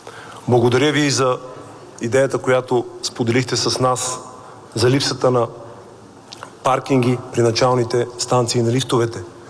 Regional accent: Rhodope Mountains, Bulgaria; като родопчанин

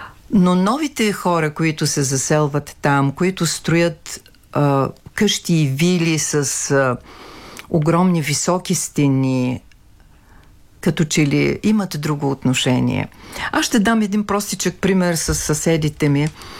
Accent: Tabachka, Ruse Province, Bulgaria; born there; Това е родното ми място. За мен е най-хубавото кътче на света, независимо от всичко.

